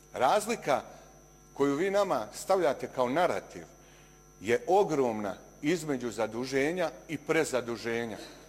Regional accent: Šamac, Republika Srpska, Bosnia & Herzegovina; Ja sam iz Šamca.

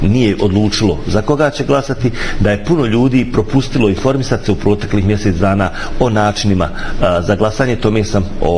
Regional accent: Federation of Bosnia and Herzegovina, Bosnia & Herzegovina; kao Bošnjak iz Unsko-sanskog kantona u 30 godina nakon rata u Unsko-sanskom kantonu se ni za šta nisu pitali ni Dodik, ni Čović

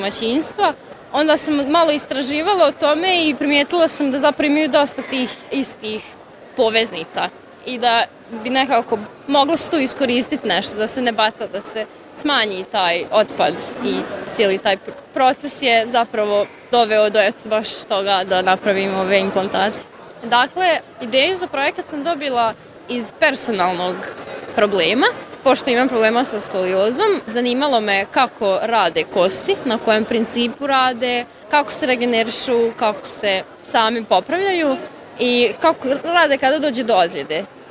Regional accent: Bihać, Federation of Bosnia and Herzegovina, Bosnia & Herzegovina; dolazim iz Bihaća

